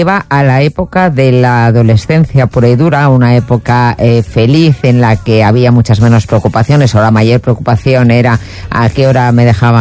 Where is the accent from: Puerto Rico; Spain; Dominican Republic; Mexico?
Spain; Madrid, Community of Madrid; moved away as an adult; also born or lived in Toledo / Valladolid / Soria; now in Palencia, Spain; en Madrid, yo soy de Madrid.